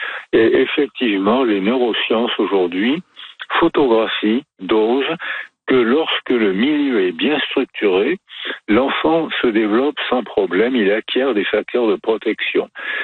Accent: France; born there; moi je suis né en France, donc je parlais français sans accent, et je crois que mon père devait avoir gardé un accent polonais

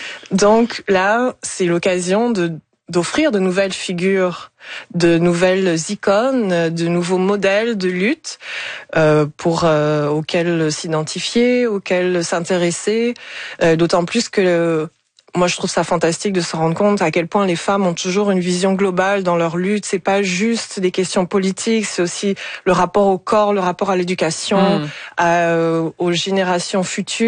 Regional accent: Gabon; Moi, j'ai grandi au Gabon.

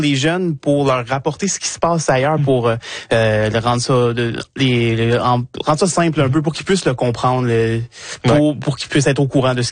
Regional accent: Odanak, Quebec, Canada; moved away as an adult; Oui, ben j'habite dans la région maintenant. Originalement, okay. Je viens d'Odanak, dans le centre du Québec, mais ça fait déjà presque 10 ans que je reste dans la région ici.

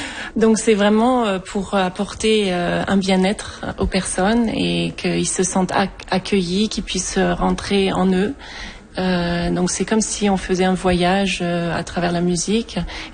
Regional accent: south of France, France; also born or lived in Belgium; Mais nous sommes partis de la Belgique et nous avons été vivre dans le sud de la France. Voilà, donc j'ai fait mes études là avec un professeur privé.

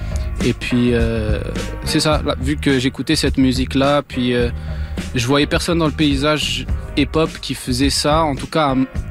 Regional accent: Morocco; Puis bon, moi je suis marocain, mais … il a des origines algériennes.

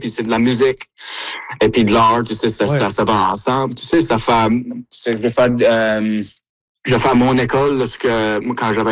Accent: Baie-Sainte-Marie, Nova Scotia, Canada; accent: Baie-Sainte-Marie; moi, notre accent à la Baie-Sainte-Marie, dans le sud-ouest de la Nouvelle-Écosse, c'est un peu potin comparé à le restant de la francophonie.

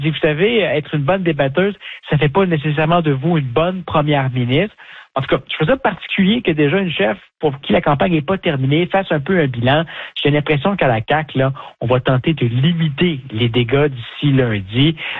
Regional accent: Quebec City, Quebec, Canada; Et lorsqu'il est de retour chez moi à Québec.

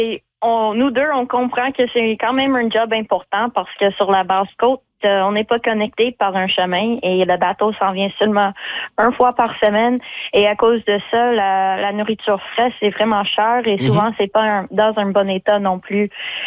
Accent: Longueuil, Quebec, Canada; moved away as an adult; now in La Tabatière, Canada; Non, j'ai grandi à Montréal, ben sur la rive sud à Longueuil

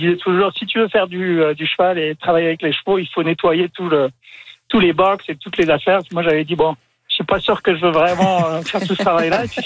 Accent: Toulouse, Occitanie, France; Moi, je viens de Toulouse, le vrai pays de cocagne. Donc, vous voyez, je suis né dans une ferme avec des chevaux.

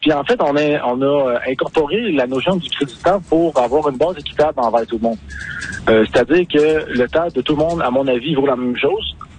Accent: Cacouna, Quebec, Canada; now in Saint-Clément, Canada; Puis Kakuna, après, ben moi, je suis natif de là.

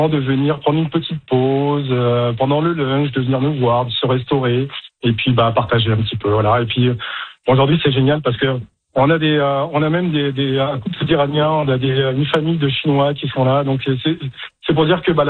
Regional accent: France; Oui, moi en particulier, comme vous savez, je suis originaire de France.

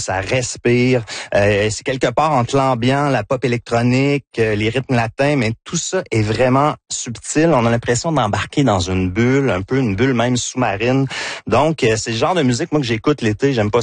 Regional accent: Victoriaville, Quebec, Canada; accent: Victoriaville; C'est mon accent de Victoriaville, vous comprenez que c'est ça.

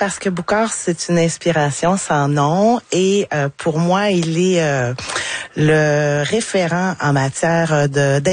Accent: Quebec, Canada; born there; Mon papa est arrivé ici de l'Europe en 1953 à Baie-Comeau. Ah. Et je suis née sur la Côte-Nord.

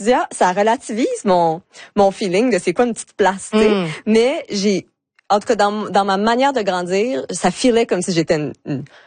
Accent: Deux-Montagnes, Quebec, Canada; Mais en fait, quand je dis que je viens de Deux-Montagnes

